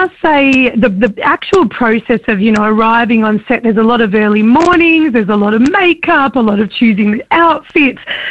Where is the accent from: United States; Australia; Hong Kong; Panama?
Australia; Tasmania; As a kid growing up in Tassie